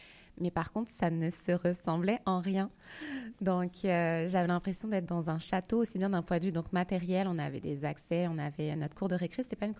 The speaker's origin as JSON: {"language": "French", "town": "Paris", "region": "Île-de-France", "country": "France", "tie": "born or raised there", "moved": "yes", "lives_now": "Quebec, Canada", "said": "moi, je suis née en France, dans une banlieue à côté de Paris, et j'ai été à l'école primaire dans ce qu'on appelle une zone d'éducation prioritaire."}